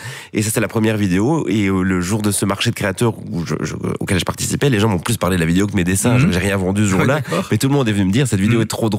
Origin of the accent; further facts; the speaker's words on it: Ath, Hainaut, Belgium; accent: eastern Ath accent; Mais non, moi je suis de Hattes. Mais Hattes, on a plusieurs accents. Hattes, l'accent de l'Est et l'accent de l'Ouest. Et moi, j'ai l'accent de l'Est.